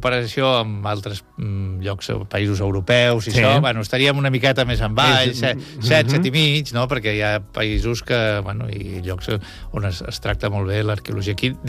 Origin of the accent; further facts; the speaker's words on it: L'Hospitalet de Llobregat, Catalonia, Spain; moved away as an adult; also born or lived in Barcelona; now in Calafell, Spain; Jo vaig néixer... vaig néixer a Barcelona, a la maternitat, però bueno, soc fill d'Hospitalet de Llobregat.